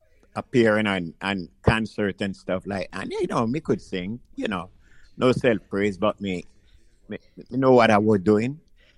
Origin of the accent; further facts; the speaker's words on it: Kingston, Jamaica; also born or lived in Westmoreland, Jamaica; I was born in Westmoreland, South Lamar, grew up in Kingston, Almond Town.